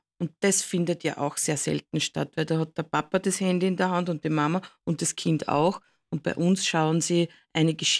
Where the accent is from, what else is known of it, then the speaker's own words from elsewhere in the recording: Neusiedl am See, Burgenland, Austria; Also ich komme ja aus Neusiedl am See.